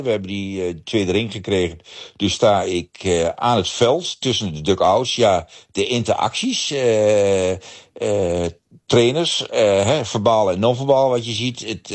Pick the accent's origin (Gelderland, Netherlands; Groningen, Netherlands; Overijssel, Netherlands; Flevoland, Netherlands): Gelderland, Netherlands; moved away; En ik was vroeger wel eens discjockey geweest in de Achterhoek, onder andere, waar ik vandaan kom.